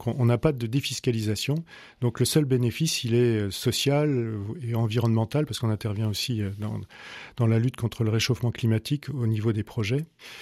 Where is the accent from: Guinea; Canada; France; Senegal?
France; now in Angoulême, France; nous, en tant que Français habitant Angoulême ou le secteur d'Angoulême